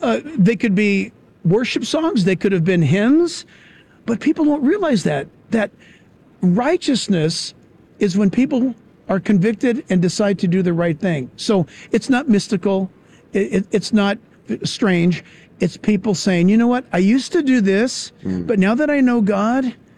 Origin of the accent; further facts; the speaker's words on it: California, United States; Thank you for saying that, because I hail from California.